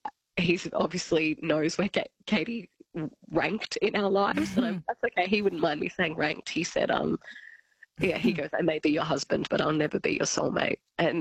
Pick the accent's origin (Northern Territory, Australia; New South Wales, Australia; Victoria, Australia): New South Wales, Australia; Albury; In Albury-Wodonga, so I'm from Albury